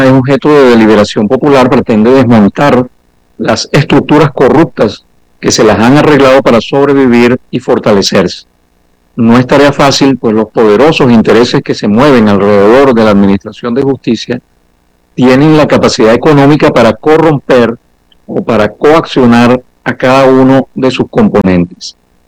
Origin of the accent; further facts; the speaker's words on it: Venezuela; lo generosos que somos los venezolanos